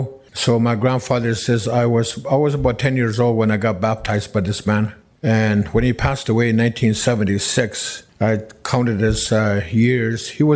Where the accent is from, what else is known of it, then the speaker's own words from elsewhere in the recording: Northwest Territories, Canada; you come from Willie Day. I said, yes, I come from Willie Day. It means the Yelna River, Willie Day, and it also ties to our people.